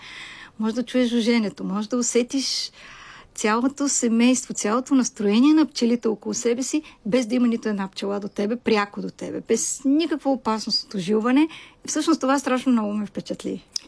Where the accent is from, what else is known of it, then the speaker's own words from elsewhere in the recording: Sofia, Sofia City, Bulgaria; Аз съм дете от София с всички роднини софиянци, така че като малка страдах, че нямам село.